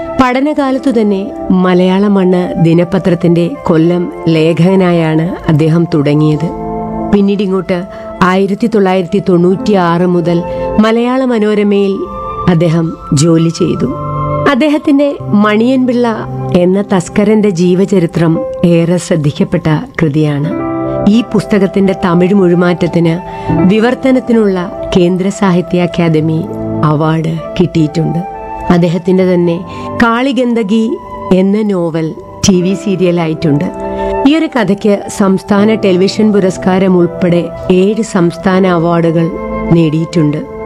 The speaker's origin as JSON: {"language": "Malayalam", "area": "Kollam", "region": "Kerala", "country": "India"}